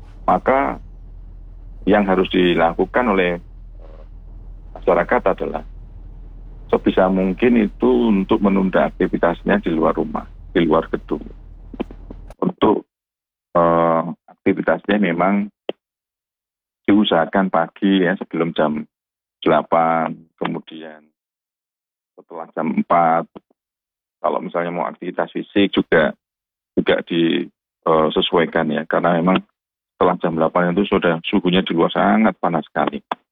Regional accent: Semarang, Central Java, Indonesia; kita sebagai warga Kota Semarang

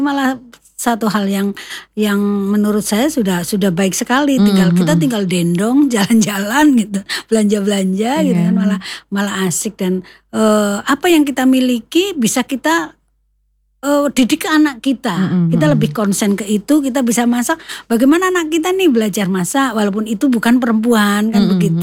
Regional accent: Java, Indonesia; now in Banyumas, Indonesia; kita kan orang Jawa ya

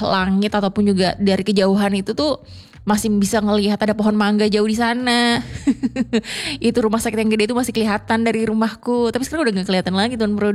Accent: Palembang, South Sumatra, Indonesia; sebagai warga kota Palembang, sebagai warga Sumatera Selatan

